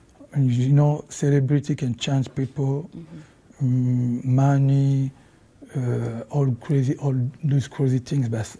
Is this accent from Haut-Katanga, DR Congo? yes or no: no; Kinshasa, DR Congo; English is a second language; moved away as an adult; I was because I grew up in Kinshasa and I go to the Paris when I was used to be a little bit, you know, like 19, 20. So I have both culture. No, Congolese culture and Rumba music.